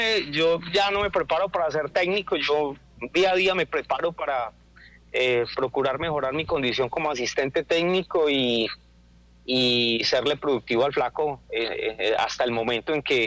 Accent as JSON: {"language": "Spanish", "town": "La Virginia", "region": "Risaralda", "country": "Colombia", "tie": "born there", "moved": "yes", "said": "mi pueblo cada vez más bonito."}